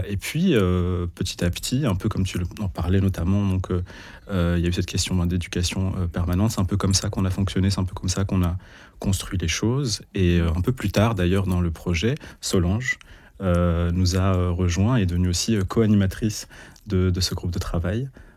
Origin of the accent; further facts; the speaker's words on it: Belgium; born there; Moi j'ai 34 ans, je suis algérien de Belgique